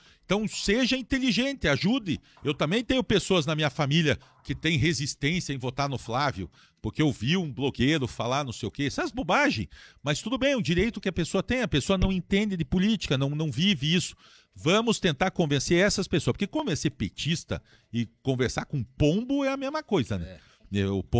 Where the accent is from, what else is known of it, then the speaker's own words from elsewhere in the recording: Brazil; Eu sou brasileiro